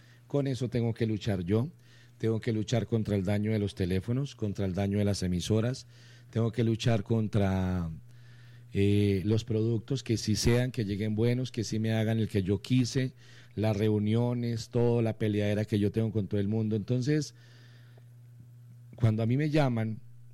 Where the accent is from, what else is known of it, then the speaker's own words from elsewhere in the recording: Santander, Colombia; Yo soy santandereano